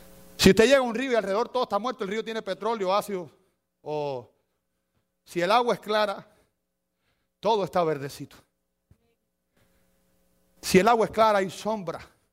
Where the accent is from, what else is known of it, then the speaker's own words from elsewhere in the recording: Cuba; moved away as an adult; Yo recuerdo una vez cuando yo llegué, acabo de llegar de Cuba, imagínense usted, yo era todavía, me estaba sacudiendo la sal de los pies.